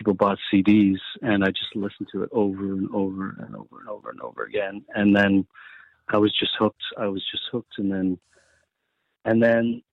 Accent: Toronto, Ontario, Canada; now in United Kingdom; See, I grew up in Toronto, just north of Toronto, and one of my oldest best friends, when I moved to the UK, he moved out to Halifax.

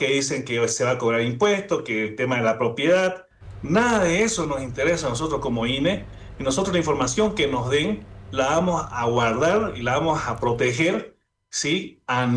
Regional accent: Bolivia; nosotros como individuos, como bolivianos, como ciudadanos vivientes en el Estado, en nuestro territorio

